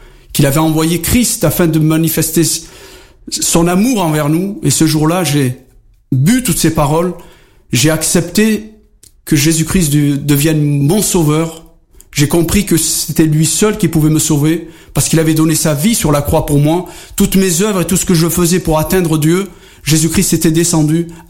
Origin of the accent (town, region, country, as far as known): Algeria